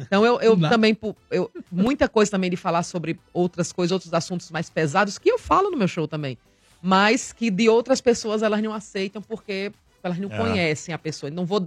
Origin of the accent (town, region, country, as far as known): Northeast Region, Brazil; accent: nordestino